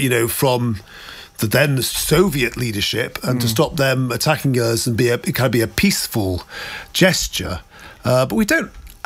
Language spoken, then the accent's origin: English; Manchester, North West England, United Kingdom; I'm from Manchester, but I happened to be in London.